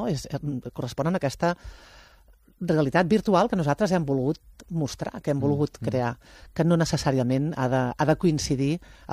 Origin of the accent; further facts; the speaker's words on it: Prats de Lluçanès, Catalonia, Spain; Clar, tio, és que jo soc de Prats